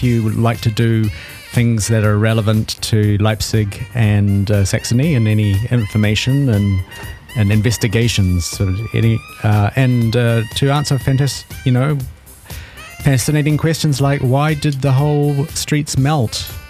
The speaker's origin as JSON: {"language": "German", "country": "New Zealand", "said": "Ich komme aus Aotearoa, Neuseeland, und das war ein Mega-Schlag in Neuseeland auch."}